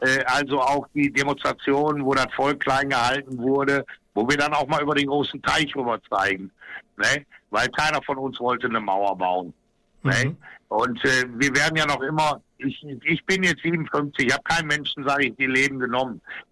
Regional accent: Germany; ich bin ein Deutscher.

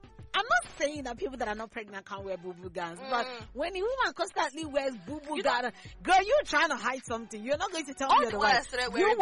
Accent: Abia, Nigeria; I'm not from Ola, I'm from Abia State.

